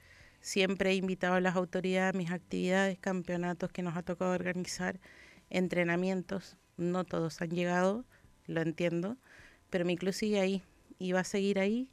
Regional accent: Chile; porque no se tiene que notar que somos de Chile.

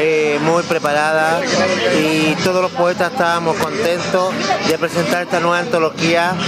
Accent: Laguna Verde, Valparaíso, Chile; Yo soy de Laguna Verde.

